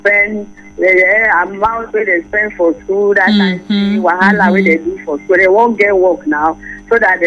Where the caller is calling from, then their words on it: Nigeria; I'm from Tudu, Mada.